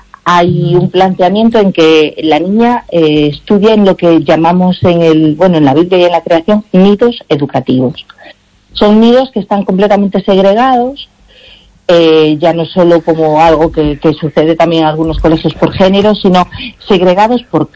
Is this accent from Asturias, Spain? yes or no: no; Galicia, Spain; born or raised there